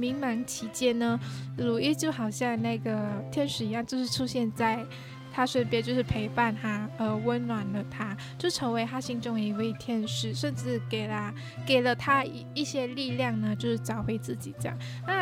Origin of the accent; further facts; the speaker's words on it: Malaysia; moved away as an adult; now in Taiwan; 虽然我们都是马来西亚人，但是我就会觉得因为我们是在马来西亚不同地区嘛，